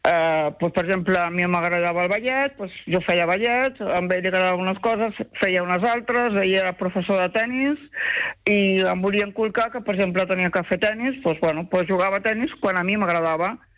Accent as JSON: {"language": "Catalan", "town": "Barcelona", "region": "Catalonia", "country": "Spain", "tie": "born there", "also_born_or_lived": "Sant Just Desvern", "lives_now": "Pineda de Mar, Spain", "said": "Jo vaig néixer fa molts anys a la maternitat, soc catalana, vaig néixer a la maternitat, el 9 del 7 al 65"}